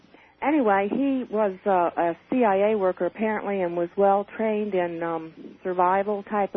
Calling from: Nashville, Tennessee, United States; calling from Nashville.

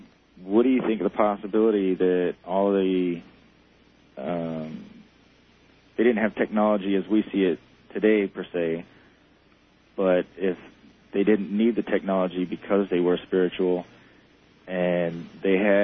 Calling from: Miami, Florida, United States; I'm calling from Miami.

